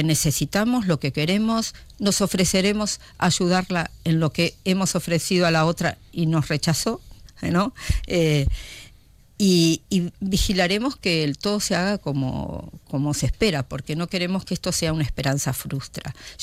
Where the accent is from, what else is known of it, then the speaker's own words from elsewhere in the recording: Argentina; porque nosotros, yo como argentina, viví cuando tenía 22 años y estaba en quinto año de medicina, la guerra de las Malvinas.